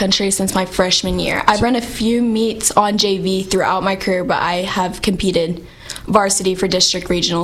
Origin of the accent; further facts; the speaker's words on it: Dalhart, Texas, United States; Yes, I grew up in Dalhart, and my dad grew up in Dalhart, and then my mom moved here for work and met.